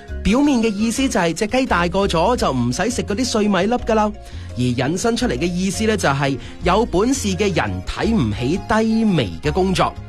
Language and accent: Cantonese; Guangdong, China